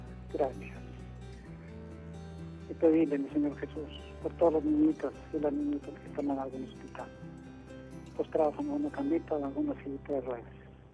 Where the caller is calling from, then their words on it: Saltillo, Coahuila, Mexico; De Saltillo, Coahuila